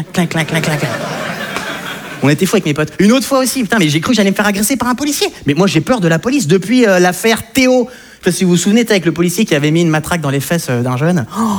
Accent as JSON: {"language": "French", "country": "France", "said": "en tant que Français, tu lis le journal, bah, tu bouffes ça comme des tic-tac, quoi."}